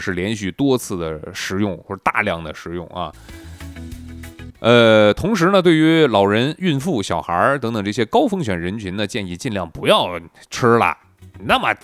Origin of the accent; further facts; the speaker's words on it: Northeast China, China; 咱们东北这边呢，蘑菇不多啊，基本上反正因为气候原因吧，这个有毒的也不多